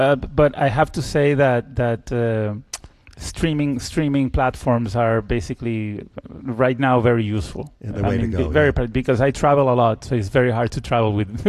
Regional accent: Caracas, Capital District, Venezuela; moved away; I was born in Venezuela, in Caracas, and Venezuela is a place where, of course, you have a lot of classical music.

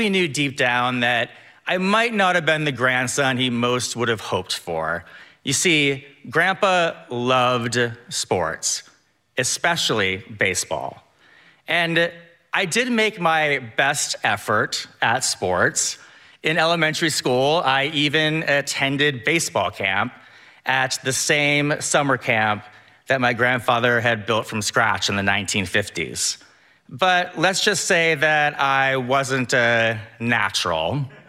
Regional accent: Maine, United States; This was 1998, and so all we knew from growing up in Maine was what we saw on the news.

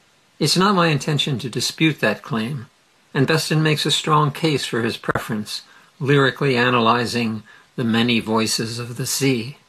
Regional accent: Mid-Ohio Valley, United States; I grew up in the Mid-Ohio Valley

